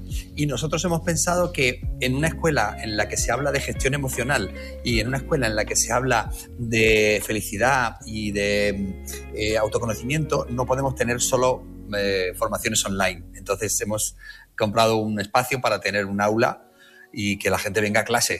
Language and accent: Spanish; Marbella, Andalusia, Spain; yo soy de Marbella